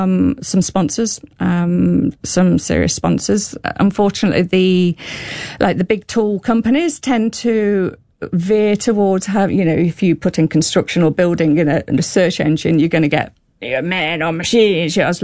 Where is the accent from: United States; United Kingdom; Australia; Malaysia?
United Kingdom; England; now in New Zealand; I'm English